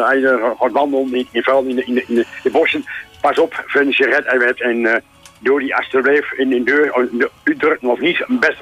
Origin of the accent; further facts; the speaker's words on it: Netherlands; als Nederlanders